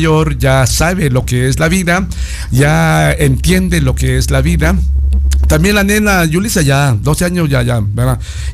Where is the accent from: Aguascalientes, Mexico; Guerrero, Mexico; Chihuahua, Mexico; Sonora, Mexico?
Guerrero, Mexico; Yo soy del estado de Guerrero, México, pero por mi señor padre, él de por allá era.